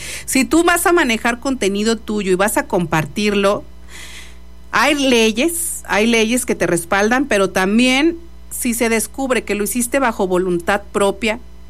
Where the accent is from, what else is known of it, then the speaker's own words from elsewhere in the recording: Mexico; Somos mexicanos a final de cuenta y todo le hallamos ahí el doble sentido.